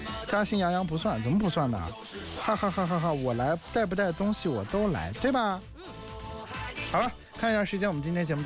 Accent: Xinjiang, China; 我们新疆人

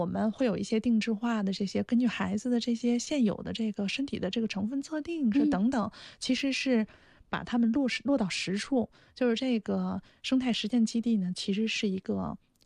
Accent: Northwest China, China; 因为我们是西北人嘛

